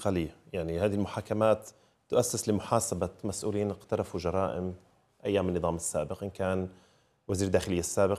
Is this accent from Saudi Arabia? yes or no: no; Syria; وحقيقة كسوريين عشنا بسوريا وبنعرف سوريا وحبسنا